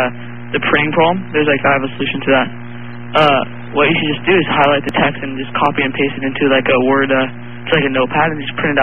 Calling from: Orange County, California, United States

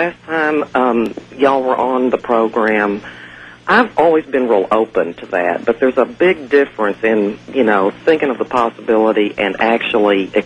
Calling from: Cedar Hill, Texas, United States; I'm from Cedar Hill, Texas. It's outside of Dallas.

